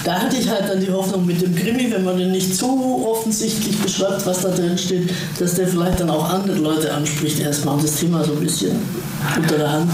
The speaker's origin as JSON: {"language": "German", "region": "Baden-Württemberg", "country": "Germany", "moved": "yes", "said": "Ich komme aus Baden-Württemberg, 3 Kilometer vor der Grenze zu Bayern"}